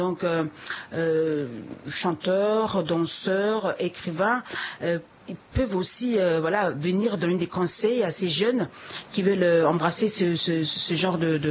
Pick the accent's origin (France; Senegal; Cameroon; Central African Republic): Central African Republic; chez nous. Vous savez, en RCA